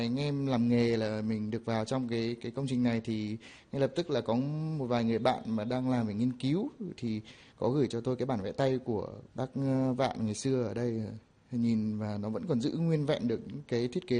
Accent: Nam Định, Vietnam; tôi thì sinh ra và lớn lên ở thành phố Nam Định, là cái nôi của dệt may.

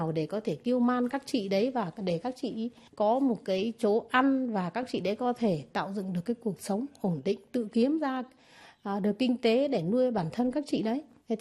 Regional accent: Ha Giang, Vietnam

